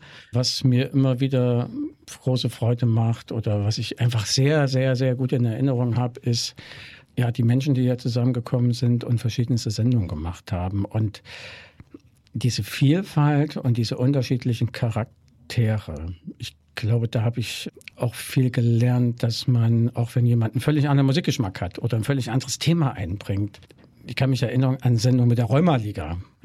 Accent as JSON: {"language": "German", "town": "Jena", "region": "Thuringia", "country": "Germany"}